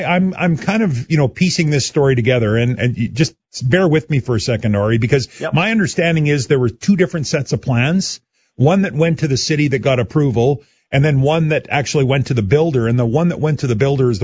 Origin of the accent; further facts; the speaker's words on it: Abernethy, Saskatchewan, Canada; moved away; And my hometown, Abernethy